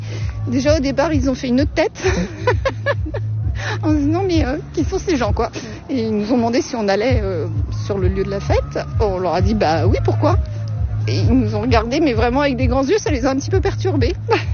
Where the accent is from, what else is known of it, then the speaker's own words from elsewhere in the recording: Île-de-France, France; je viens du Val-de-Marne.